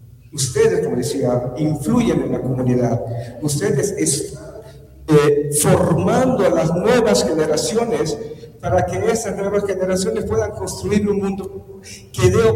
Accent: Mexico; now in Bolivia; yo vengo de México

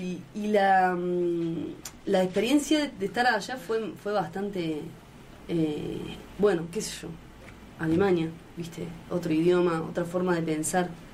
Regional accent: Córdoba, Argentina; Yo vengo de Córdoba, no existe el mar.

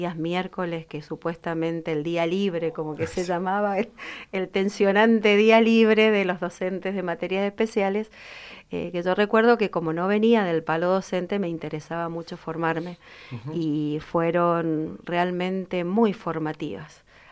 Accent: Argentina; En algo, como argentinos tenemos, descollamos.

